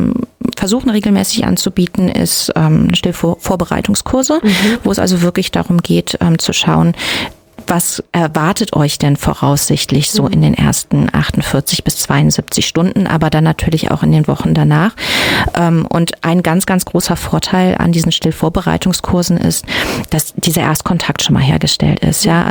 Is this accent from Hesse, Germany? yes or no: yes; Witzenhausen, Hesse, Germany; Ganz speziell hier im Werra-Meißner-Kreis, beziehungsweise ich komme ja aus Witzenhausen